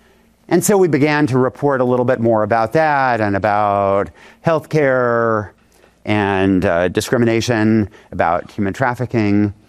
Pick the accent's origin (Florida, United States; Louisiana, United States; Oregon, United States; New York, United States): Oregon, United States; Yamhill; I would come home to try to heal on the family farm that I grew up on in Oregon. And I always thought of it as God's country, right where the Willamette Valley goes into the coastal range. Beautiful place. My little hometown of Yamhill is population about 1,000 on a good day.